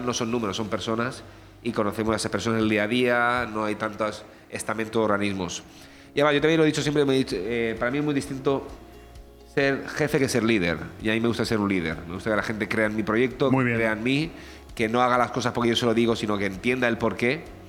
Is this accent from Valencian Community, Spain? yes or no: yes; Benidorm, Valencian Community, Spain; Vamos, muy orgulloso de decir que soy de Benidorm.